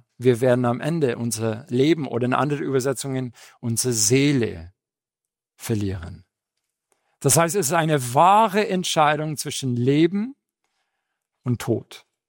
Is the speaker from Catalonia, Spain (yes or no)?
no; Madrid, Community of Madrid, Spain; German is a second language; also born or lived in Seville / Chicago; now in Fischbach, Germany; Ich bin in Großstadt Madrid aufgewachsen, bin in Sevilla geboren, Madrid aufgewachsen, dann bin ich umgezogen in die Nähe von Chicago und jetzt wohne ich in der nächste große Weltstadt Fischbach.